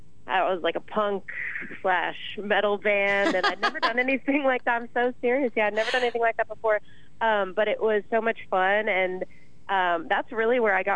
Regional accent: Phoenix, Arizona, United States; also born or lived in Flagstaff; so I wasn't born in Phoenix, but I'm just about born and raised in Phoenix, where we're talking together today. And I lived up in Flagstaff for about 6 years

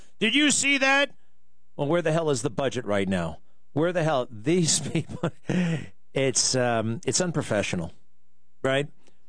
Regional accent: Garden City, New York, United States; Go say hi to President Trump if you can in Garden City on Long Island. My hometown, by the way. a glorious, beautiful town.

